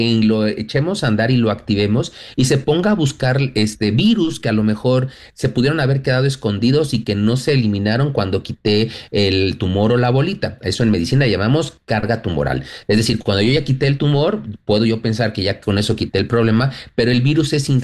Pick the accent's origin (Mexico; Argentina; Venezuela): Mexico; y yo soy mexicano y estoy consciente de que nuestra medicina tradicional